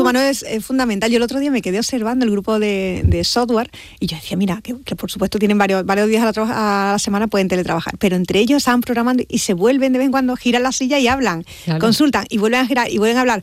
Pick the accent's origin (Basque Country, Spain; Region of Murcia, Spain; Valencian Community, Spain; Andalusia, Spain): Andalusia, Spain; Hay que estar aquí. Entonces, tengo que sembrar aquí. Yo en eso soy muy andaluza y quiero generar desde aquí